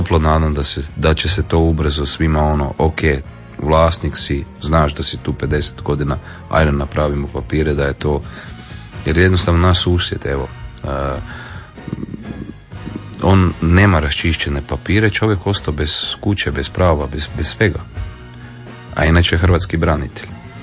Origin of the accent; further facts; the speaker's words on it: Globočec, Krapina-Zagorje County, Croatia; moje rodno selo, moje rodna gruda, bi rekli Zagorci, je Globočec, Marija Bistrica.